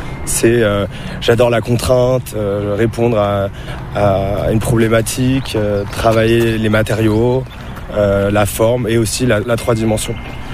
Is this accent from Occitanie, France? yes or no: no; Paris, Île-de-France, France; Je suis né à Paris, dans le 12e. J'ai fait toute mon adolescence à Paris